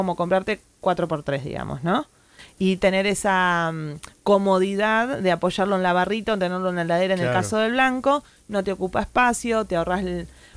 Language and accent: Spanish; Argentina; los argentinos somos los mejores del mundo.